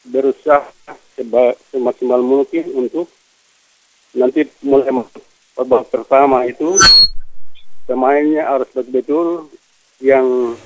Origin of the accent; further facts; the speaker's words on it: Jakarta, Indonesia; born there; saya kelahiran Jakarta.